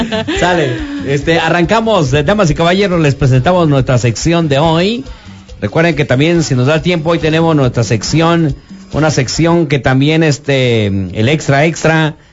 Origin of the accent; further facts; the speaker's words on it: Mexico; porque somos mexicanos.